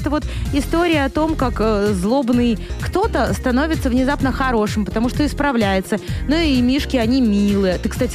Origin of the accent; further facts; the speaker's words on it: Belarus; Мы белорусы.